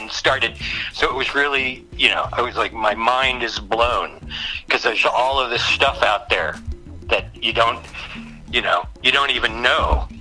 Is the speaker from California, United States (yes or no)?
no; Ohio, United States; I grew up in Ohio, right? So for me, okay. Just think about Ohio in the 70s.